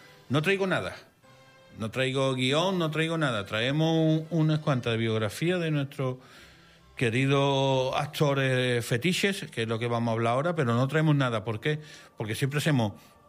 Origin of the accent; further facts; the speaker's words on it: San Juan de Aznalfarache, Andalusia, Spain; Siempre hemos dicho que es la villa Sabana Farache, separada de Sevilla, la ciudad, por un puente que cruza el río Guadalquivir. Estamos al lado, es una ciudad dormitorio, pero tenemos nuestra propia identidad.